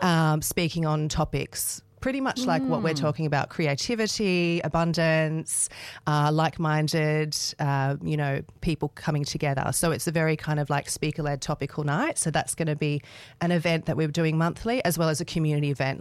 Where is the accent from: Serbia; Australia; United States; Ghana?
Australia; Sydney, New South Wales; moved away as an adult; now in Northern Rivers, Australia; But yeah, I am a local now. I'm originally from Sydney, but I have moved to the Northern Rivers about the end of last year.